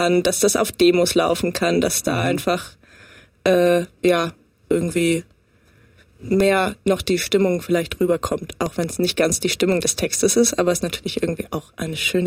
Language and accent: German; Bavaria, Germany; now in Regensburg, Germany; Eigentlich kommen wir vom Dorf, aus der Nähe von München. Und vielleicht hat uns das Dorf geprägt.